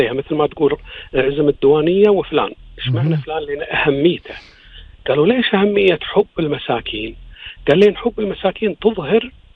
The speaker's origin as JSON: {"language": "Arabic", "country": "Kuwait", "said": "لكن احنا الحمد لله في مجتمعنا بالكويت خاصة والخليج"}